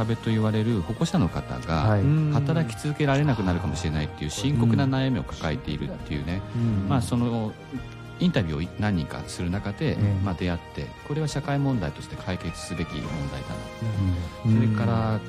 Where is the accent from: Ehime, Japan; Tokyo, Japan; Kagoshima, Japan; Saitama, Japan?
Tokyo, Japan; Meguro; 私目黒区出身で、まあ、中目黒が近いんですけども、